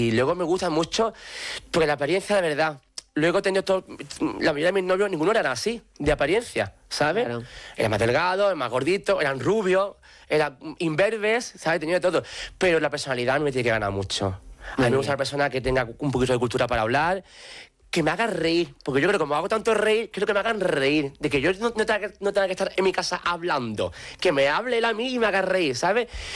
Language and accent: Spanish; Alcalá de los Gazules, Andalusia, Spain; yo vivía entonces aún en mi pueblo, en Alcalá de los Gazules.